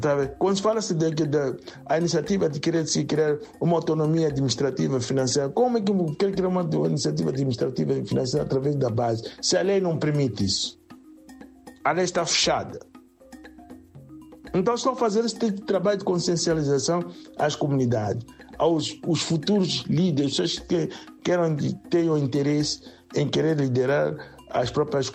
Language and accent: Portuguese; Mozambique; o que é que nós, como moçambicanos, também temos de desempenhar nos nossos papéis.